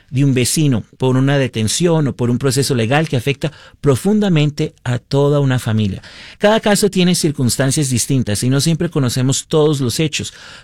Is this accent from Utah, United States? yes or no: yes; Utah, United States; cuando crecí aquí en Utah a comienzos de los 2000